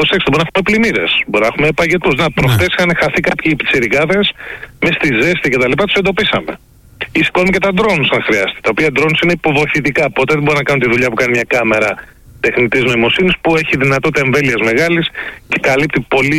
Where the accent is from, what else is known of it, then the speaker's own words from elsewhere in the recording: Kefalonia, Ionian Islands, Greece; είναι το νησί μου Κεφαλονιά